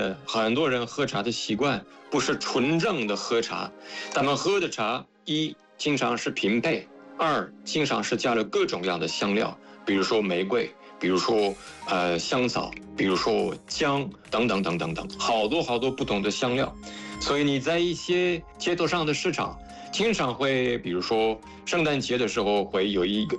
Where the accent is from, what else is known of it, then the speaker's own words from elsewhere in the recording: France; Chinese is a second language; 就等于我作为一个法国人，我也并不能说法国人对茶有什么要求什么需求我完全都了解